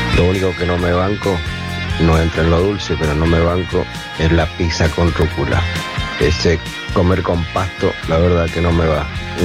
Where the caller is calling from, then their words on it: San Martín, Mendoza, Argentina; de San Martín, Mendoza.